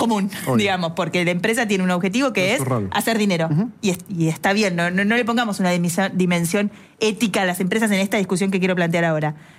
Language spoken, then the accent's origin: Spanish; Argentina